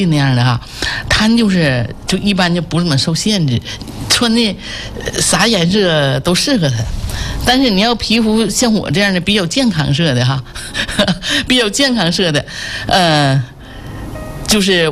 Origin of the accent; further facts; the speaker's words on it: Jinzhou, Liaoning, China; accent: Jinzhou; 其实我的发音吧，就是我特别爱锦州，我特别爱家乡，所以我的口音吧，就浓浓的咱那个锦州的那个味道。